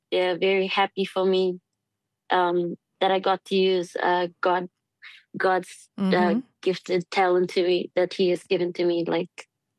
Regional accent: Fiji; first language Fijian; I'm learning a lot, especially my Fijian language. Yeah. My mother tongue.

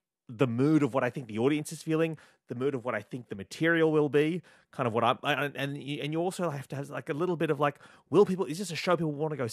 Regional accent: Australia; I was an Asian person growing up in Australia in the 90s, very aware of Pauline Hanson coming out here

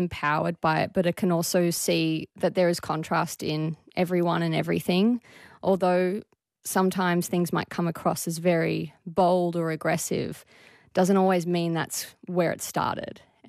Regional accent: Tamworth, New South Wales, Australia; moved away as an adult; now in Sydney, Australia; So to be able to represent my hometown and, you know, show them the culture of what Tamworth is

